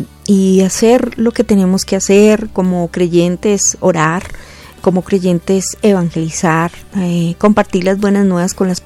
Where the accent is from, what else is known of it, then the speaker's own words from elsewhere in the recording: Colombia; Como colombianos, yo creo, somos más las personas buenas que las malas.